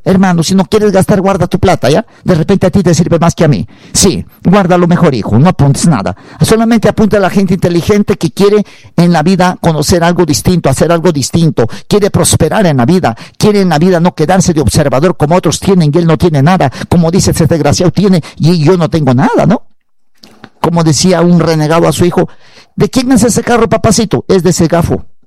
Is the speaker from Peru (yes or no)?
yes; Huancabamba, Piura, Peru; Huancabamba, mi tierra, Toluce, son de orillo. Huancabamba adentro